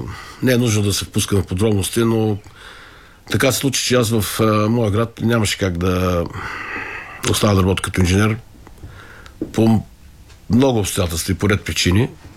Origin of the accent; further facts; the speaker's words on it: Gotse Delchev, Blagoevgrad Province, Bulgaria; born there; Град Гоце Делчев. Област Благоевград.